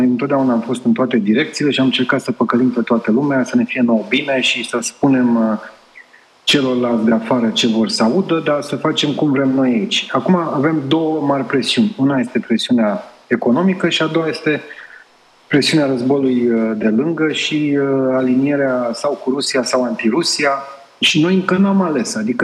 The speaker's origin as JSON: {"language": "Romanian", "country": "Romania"}